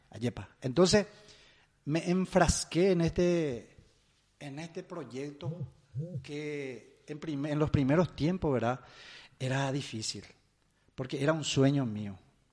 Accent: Juan León Mallorquín, Alto Paraná, Paraguay; now in Itá, Paraguay; desde esa época tengo residencia en la ciudad de Itá, soy oriundo de Juan León Mallorquín, Alto Paraná.

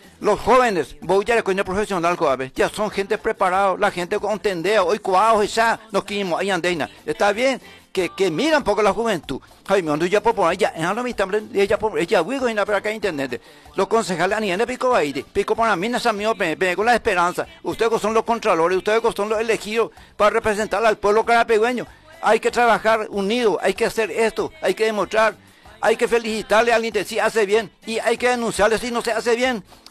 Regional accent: Paraguay; como ciudadano paraguayo, como paraguayo y como correligionario del Partido Colorado

